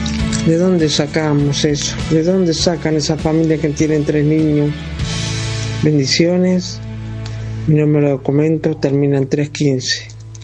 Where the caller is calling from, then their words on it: La Reja, Buenos Aires Province, Argentina; Buen día, Radio Continental. … de La Reja.